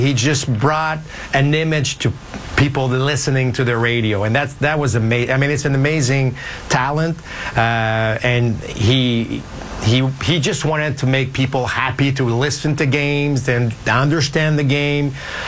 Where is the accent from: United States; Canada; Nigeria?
Canada; Quebec City, Quebec; I'm from Quebec City, so I didn't get a chance to go to the Olympic Stadium many times